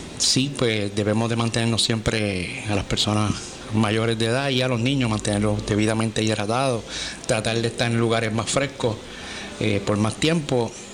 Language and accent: Spanish; San Germán, Puerto Rico; el ambiente acá en el pueblo y en el campo de donde vivo. Soy natural de Duey, de la capital de San Germán.